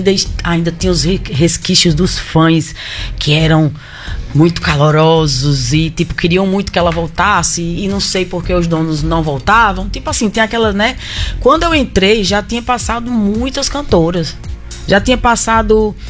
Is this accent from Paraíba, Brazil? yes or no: yes; Itaperuá, Paraíba, Brazil; also born or lived in Rio de Janeiro / Minas Gerais; Aí, nasci no Rio, passei 4 anos no Rio, depois fui morar 1 ano em Minas Gerais e de lá eu fui pra Itaperuá, Paraíba. Que foi aonde eu realmente falo que eu me criei.